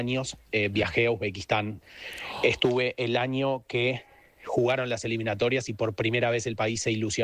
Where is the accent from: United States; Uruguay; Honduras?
Uruguay; uruguayo.